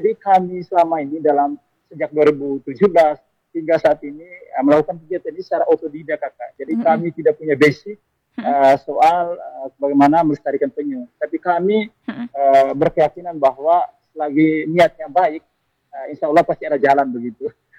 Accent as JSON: {"language": "Indonesian", "area": "Flores", "region": "East Nusa Tenggara", "country": "Indonesia"}